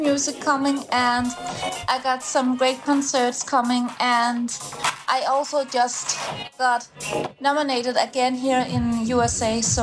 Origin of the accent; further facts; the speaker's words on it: Denmark; I'm a pop artist from Denmark. And even I'm from Denmark